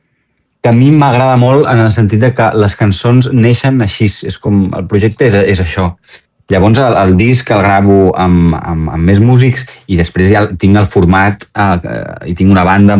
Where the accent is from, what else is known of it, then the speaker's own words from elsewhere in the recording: Girona, Catalonia, Spain; Soc de Girona, gironí.